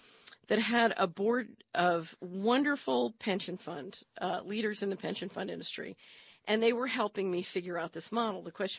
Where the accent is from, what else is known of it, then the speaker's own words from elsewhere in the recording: Philadelphia, Pennsylvania, United States; I grew up in Philadelphia.